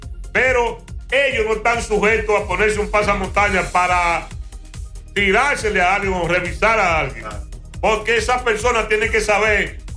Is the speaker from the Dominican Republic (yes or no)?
yes; Dominican Republic; yo soy dominicano